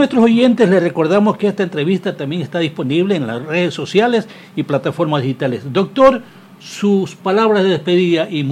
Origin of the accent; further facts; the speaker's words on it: Galápagos, Ecuador; Galápagos, que es mi provincia, en las islas.